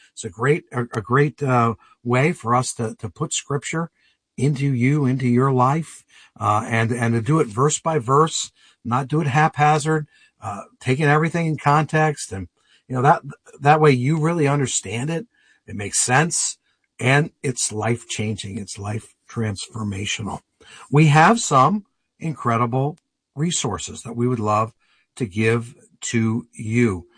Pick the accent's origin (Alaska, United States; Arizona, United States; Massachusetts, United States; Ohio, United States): Massachusetts, United States; I'm a kid from Western Massachusetts. I'm a country boy.